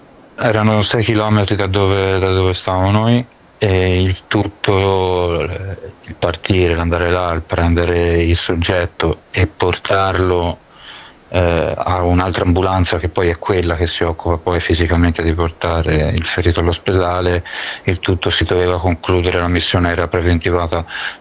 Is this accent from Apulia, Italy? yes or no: no; Tuscany, Italy; moved away; Vengo dalla provincia di Firenze, ho 34 anni e in questo momento mi trovo in un centro di riabilitazione militare in periferia di Kiev.